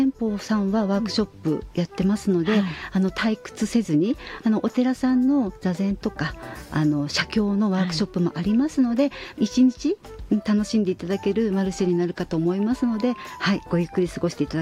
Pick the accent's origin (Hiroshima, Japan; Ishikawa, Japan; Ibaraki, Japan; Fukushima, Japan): Fukushima, Japan; Koriyama; 実行委員の中に西田町のものが2人、私も含めていまして